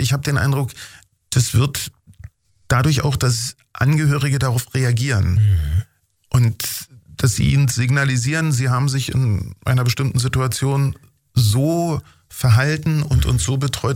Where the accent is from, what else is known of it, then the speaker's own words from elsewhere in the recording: Berlin, Germany; born there; Berlin, Spandau.